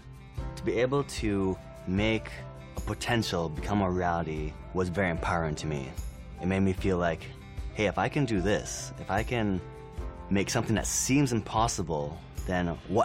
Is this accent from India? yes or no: yes; India; moved away as an adult; now in United States; My parents are missionaries. I grew up in India. Every 4 years, we'd come back to the States for a one-year furlough, but majority of my life was in India.